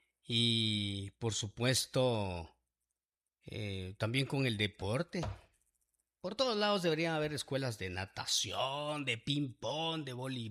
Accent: Guatemala; Siendo guatemaltecos

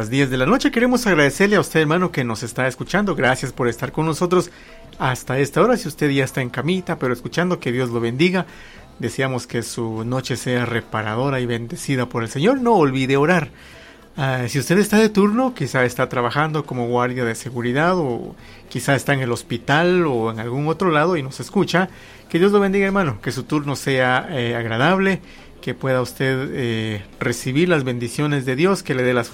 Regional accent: Guatemala; Parte de lo que es de nuestra identidad como guatemaltecos.

